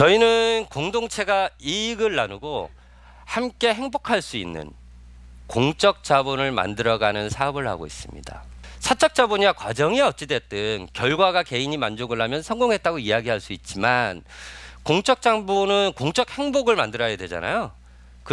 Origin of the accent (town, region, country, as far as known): Jeju, South Korea; born or raised there